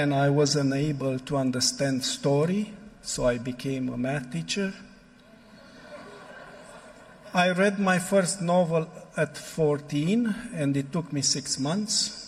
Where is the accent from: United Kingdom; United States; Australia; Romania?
Romania; English is a second language; I'm from Romania. Where is that, right? Then I was raised as an atheist.